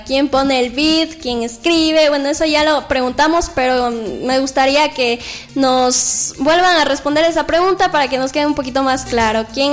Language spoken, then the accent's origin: Spanish; Ecuador; yo siento que nosotros como ecuatorianos debemos apoyar el talento ecuatoriano